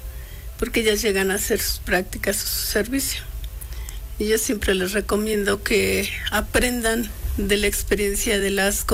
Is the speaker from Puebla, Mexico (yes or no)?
yes; Puebla, Mexico; soy poblana.